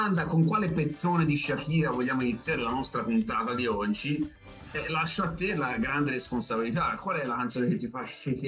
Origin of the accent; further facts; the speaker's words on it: Tuscany, Italy; Sudamericano, cioè noi veniamo dalla Toscana, quindi sappiamo di cosa parliamo